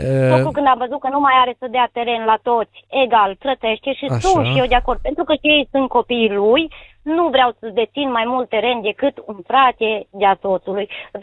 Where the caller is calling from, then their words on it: Borșa, Maramureș County, Romania; din Borșa Maramureș.